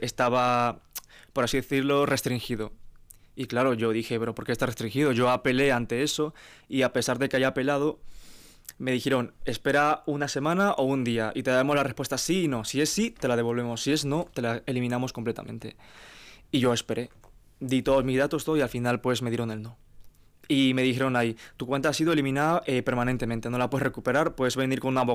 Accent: Peru; Y al fin y al cabo, pues a mí, mi profesor, como en Perú es muy estricto, ¿sabes? Muy estricto todo

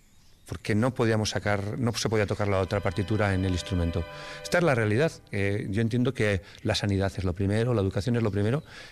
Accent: Basque Country, Spain; en mi pueblo hay 3 órganos que uno no ha sonado nunca, yo no lo he conocido en estas últimas décadas, no me atrevo a decir en este último siglo. Y teníamos 2, uno en Santa María de Amezua, hecho que es el único órgano romántico que existía en la Rioja Alavesa

